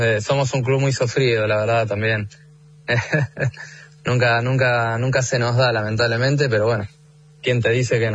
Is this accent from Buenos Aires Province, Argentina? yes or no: yes; La Plata, Buenos Aires Province, Argentina; Yo soy de La Plata.